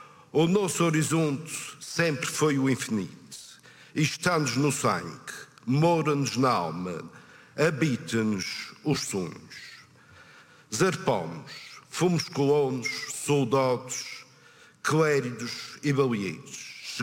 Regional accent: Azores, Portugal; Nós açorianos começamos por ser povoadores de uma terra virgem, erguida do fogo e do mar.

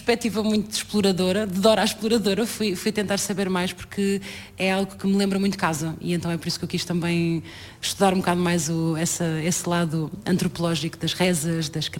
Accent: Portugal; o quebranto na verdade surge na minha família como uma palavra da zona onde eu nasci, onde cresci, ali a zona da beira litoral, ou seja, Pombal, Figueira da Foz, aquela zona por ali

